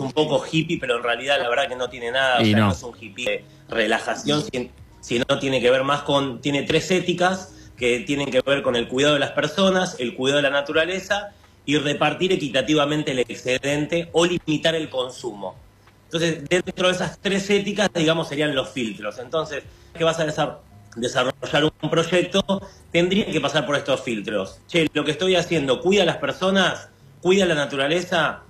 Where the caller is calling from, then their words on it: Chapadmalal, Buenos Aires Province, Argentina; Estoy en Chapadmalal